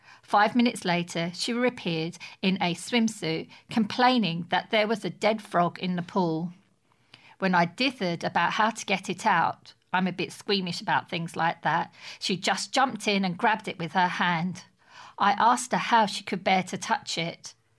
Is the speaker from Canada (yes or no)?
no; Pinner, London, United Kingdom; When I think of growing up in Pinner, I think of the shops.